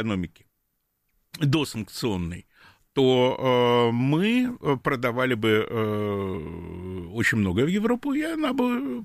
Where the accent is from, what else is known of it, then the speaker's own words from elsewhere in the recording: Belarus; говорила, что мы, белорусы, сыр нормальный сварить не можем